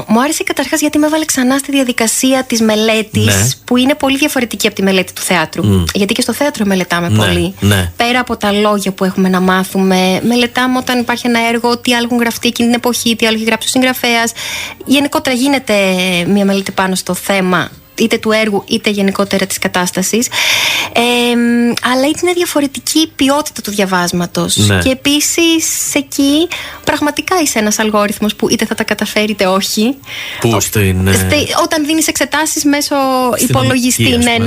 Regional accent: Lamia, Central Greece, Greece; also born or lived in Pyrgos; Πρακτικά γεννήθηκα στη Λαμία

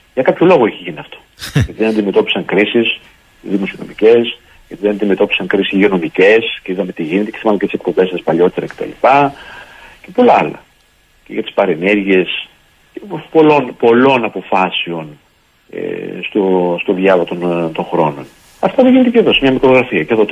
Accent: Tzoumerka, Epirus, Greece; εγώ έχω κρεμάσει την κάπα μου, λέμε στο χωριό μου, στην Ήπειρο, στα ορεινά και στα Τζουμέρκα τα ορεινά.

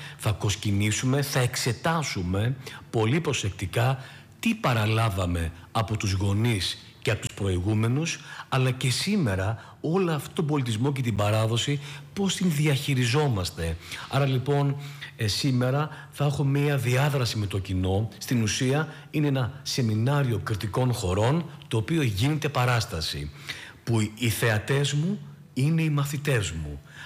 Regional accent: Greece; εάν θέλουμε στο μέλλον να λέμε ότι είμαστε Έλληνες

